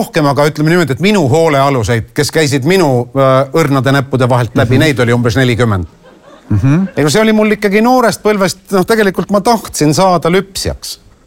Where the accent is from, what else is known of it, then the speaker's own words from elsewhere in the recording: Loksa, Harju County, Estonia; Kõik lapsed monoasulatest, nagu Loksa oli selline, kust mina pärit olin, tahtsid tegelikult minna maale tööle ja lüpsma hakata.